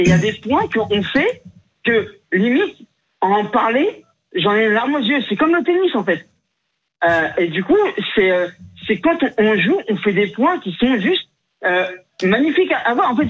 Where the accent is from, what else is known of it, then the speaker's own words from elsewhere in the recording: Abbeville, Hauts-de-France, France; born there; now in Toulouse, France; je suis à Abbeville, où tu es allé faire un spectacle qui s'appelle Abbeville, dans la Somme, en Picardie.